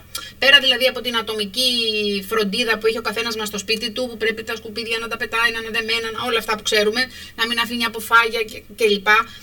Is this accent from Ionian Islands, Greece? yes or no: yes; Zakynthos, Ionian Islands, Greece; πρέπει να το δούμε σαν Ζακυνθινή